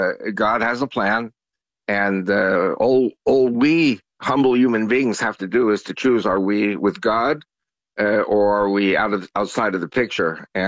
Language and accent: English; New York, United States; now in Israel; Trump is from New York. And I'm from New York, from the same area.